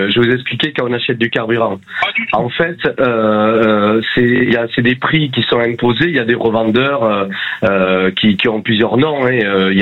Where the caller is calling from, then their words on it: Mont-de-Marsan, Nouvelle-Aquitaine, France; je suis à Mont-de-Marsan